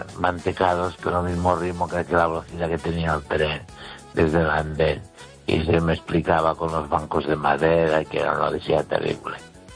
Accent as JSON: {"language": "Spanish", "region": "Galicia", "country": "Spain", "tie": "born or raised there", "said": "Y conozco mucha gente de Feijóo. Y mi pueblo está a unos 9 kilómetros 8 de los Peares. Está en la altura de la montaña. Y entonces bajábamos en los Peares"}